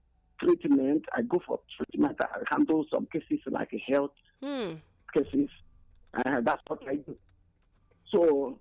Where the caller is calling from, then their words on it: Ebonyi, Nigeria; Yes, I'm from Ebony State.